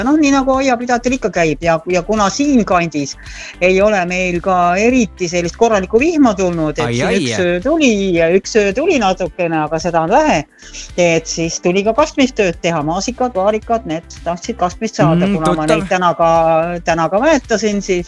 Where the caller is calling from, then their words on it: Pärnu County, Estonia; siin Pärnu maakonnast, kus te mind kätte saite, hetke tagasi paistis päike, praegu on pilves ja just tulin aiatöödelt, elan maapiirkonnas ja oman aiamaad.